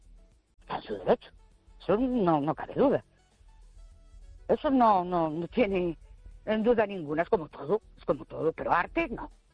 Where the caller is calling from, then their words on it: Ourense, Galicia, Spain; Buenas noches … de Orense.